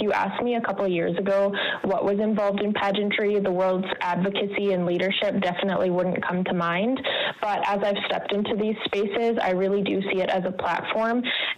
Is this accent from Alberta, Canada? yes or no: yes; Alberta, Canada; I'm from Dene Ta First Nation. I grew up in Bushy, one of our three communities.